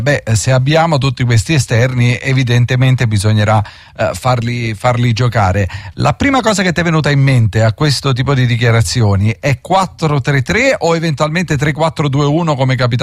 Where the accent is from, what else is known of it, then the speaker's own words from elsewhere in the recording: Brazil; Senti Reggi, non voglio da brasiliano mettere il dito nella piaga